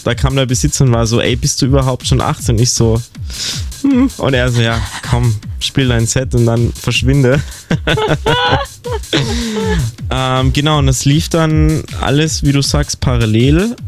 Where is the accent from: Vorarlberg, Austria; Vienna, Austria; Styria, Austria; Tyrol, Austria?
Tyrol, Austria; now in Berlin, Germany; ich komme ja aus Tirol, Österreich, da ist der Winter, ja, vom Wetter her zumindest um einiges schöner.